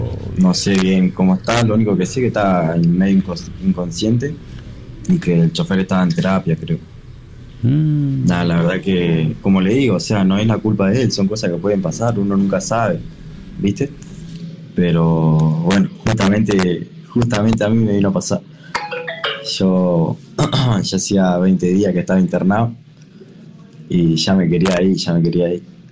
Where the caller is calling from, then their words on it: Esperanza, Santa Fe, Argentina; yo soy de Esperanza